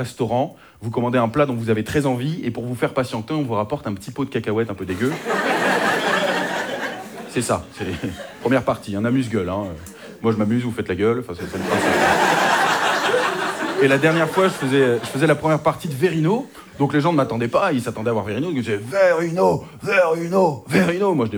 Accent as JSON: {"language": "French", "region": "Hauts-de-France", "country": "France"}